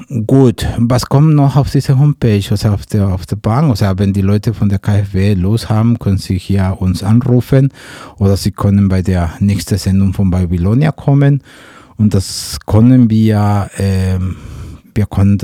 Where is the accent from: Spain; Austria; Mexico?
Mexico; German is a second language; Aber in der Regel solche große Projekte was ich als Mexikaner, was wir uns als Mexikaner gewöhnt sind, in dem Sinne, dass solche Projekte kommen mit Bestechungen, mit Bedrohungen, die werden Aktivisten ermordet.